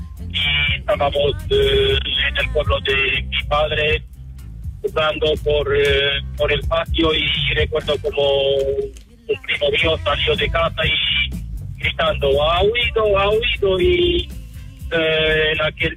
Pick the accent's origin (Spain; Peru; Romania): Romania; moved away; tengo 48 años y nací en Rumanía y todavía recuerdo con la edad de 12 años, casi 13.